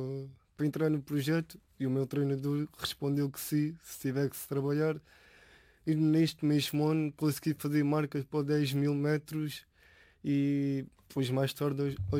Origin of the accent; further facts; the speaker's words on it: Elvas, Alentejo, Portugal; now in Évora, Portugal; sou alentejano, sou de Elvas, mas neste momento estou a viver em Évora